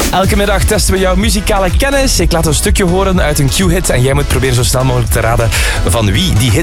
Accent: Flanders, Belgium; Als West-Vlaming is dat niet altijd evident, maar we zijn erdoor gefietst.

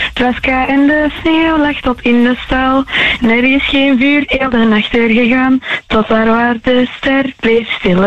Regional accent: Lier, Flanders, Belgium; accent: Antwerp; Ik moet 4 zinnen zingen in het heel plat Lier, omdat ik van Lier kom.

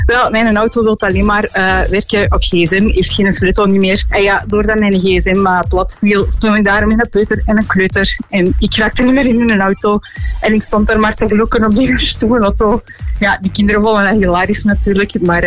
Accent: Belgium; dat kan niet als Belg, als het een match is van de duivels

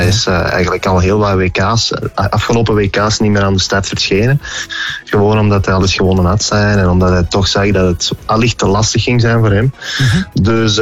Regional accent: Belgium; Ja, we hebben als Belgen ook 2 kaarten om mee te spelen.

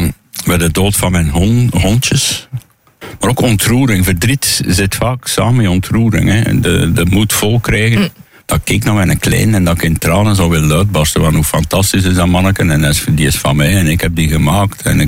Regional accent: Hamme, Flanders, Belgium; born there; in Hamme, in mijn geboortedorp.

